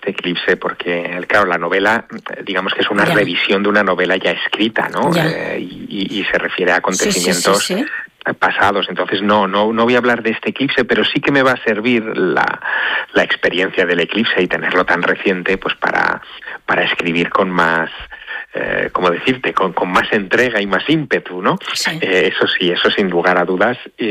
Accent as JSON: {"language": "Spanish", "area": "Teruel", "region": "Aragon", "country": "Spain", "said": "con Teruel y el eclipse, pues la combinación era perfecta para pasar ese día en mi tierra."}